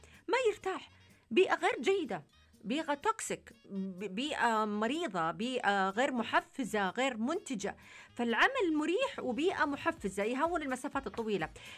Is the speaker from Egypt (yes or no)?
no; Dammam, Eastern Province, Saudi Arabia; من الدمام.